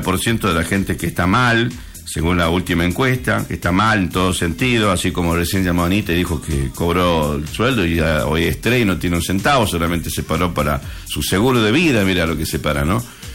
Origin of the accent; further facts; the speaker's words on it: Argentina; porque yo soy argentino